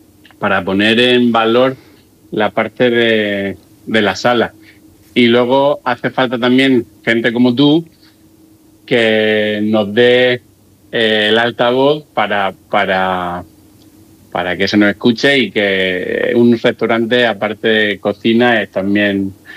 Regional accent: Region of Murcia, Spain; now in Valencia, Spain; siempre que me viene algún cliente y le digo que soy de Murcia

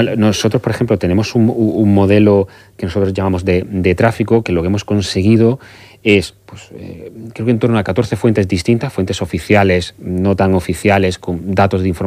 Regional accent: Málaga, Andalusia, Spain; moved away; Voy a poner un ejemplo de Málaga, voy a tirar por mi tierra si me lo permites

